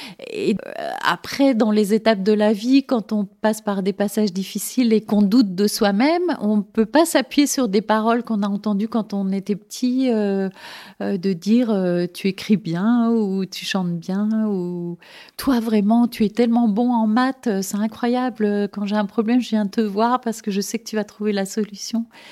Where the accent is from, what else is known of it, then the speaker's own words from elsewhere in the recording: Nancy, Grand Est, France; born there; chez moi à Nancy